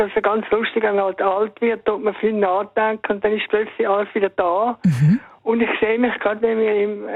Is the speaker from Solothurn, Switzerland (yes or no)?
no; Andelfingen, Zurich, Switzerland; now in Embrach, Switzerland; In Andelfingen, mhm. im Wieland, also relativ nahe an der deutschen Grenze.